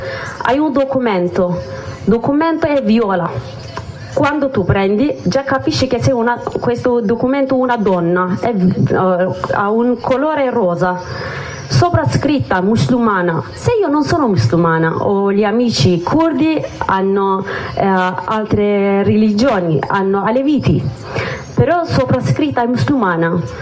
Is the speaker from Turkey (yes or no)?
yes; Kurdistan, Turkey; Italian is a second language; moved away as an adult; now in Italy; E tu dici che vengo dalla Kurdistan. Però in Turchia questo non esiste.